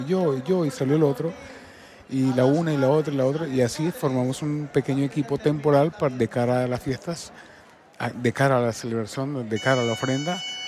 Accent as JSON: {"language": "Spanish", "country": "Venezuela", "moved": "yes", "lives_now": "Zaragoza, Spain", "said": "los lazos que nos unen como venezolanos y con Zaragoza son muy entrañables y con gran devoción."}